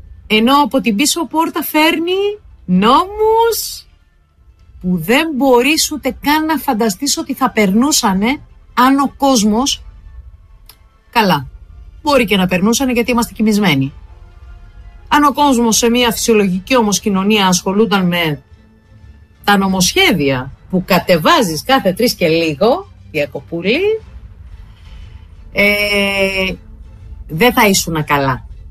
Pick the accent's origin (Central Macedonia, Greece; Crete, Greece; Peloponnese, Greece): Crete, Greece; Heraklion; Στο Ηράκλειο επίσης, στην πόλη μου, μια μαθήτρια δέχτηκε απειλές και εκφοβισμό από συμμαθητές της